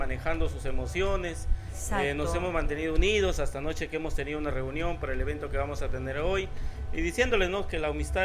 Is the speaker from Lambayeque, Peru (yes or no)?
yes; Túcume, Lambayeque, Peru; saludar a todo mi pueblo de Túcume, a todos mis caseríos